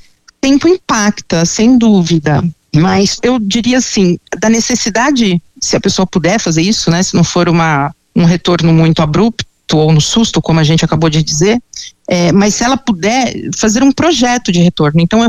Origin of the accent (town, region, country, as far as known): São Paulo, Brazil